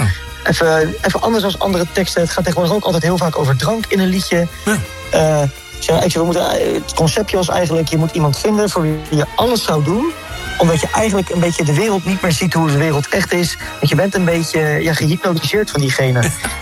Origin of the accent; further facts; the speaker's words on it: Leiden, South Holland, Netherlands; Ik ben een Leidenaar, ja.